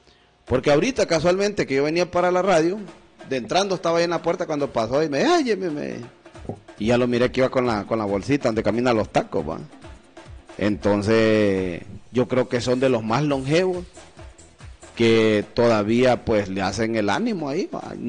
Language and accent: Spanish; Honduras